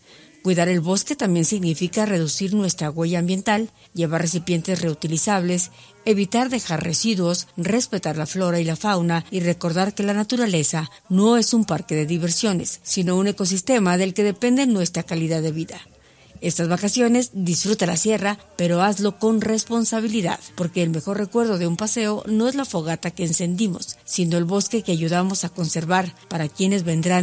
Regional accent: Durango, Mexico

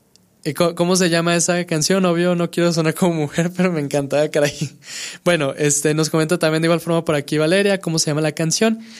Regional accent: Durango, Mexico; Yo soy de Durango, México, y de hecho la transmisión es de aquí.

